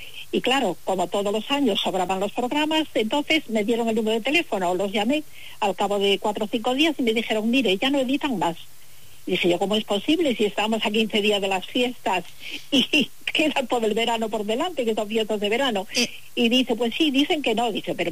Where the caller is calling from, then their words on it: Pontevedra, Galicia, Spain; Desde aquí, de Pontevedra Capital.